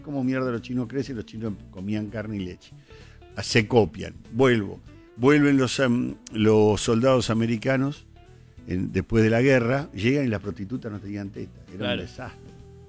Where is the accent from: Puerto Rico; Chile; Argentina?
Argentina; Tandil, Buenos Aires Province; Yo soy de Tandil.